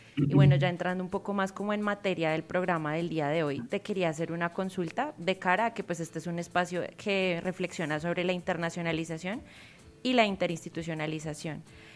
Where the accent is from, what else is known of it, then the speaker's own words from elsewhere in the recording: Colombia; nosotros como colombianos.